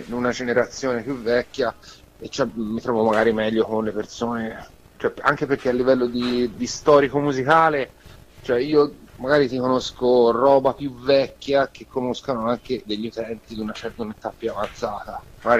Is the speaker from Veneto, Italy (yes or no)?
no; Montemurlo, Tuscany, Italy; io sono di Prato, nello specifico Montemurlo, e appunto sono capitato, tra virgolette, in questo contesto per vicissitudini appunto di eventi.